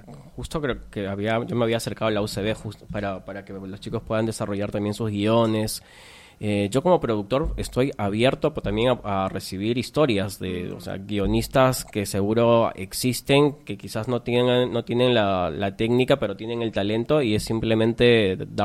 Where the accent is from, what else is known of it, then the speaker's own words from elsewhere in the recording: Tarapoto, San Martín, Peru; Yo soy de Tarapoto.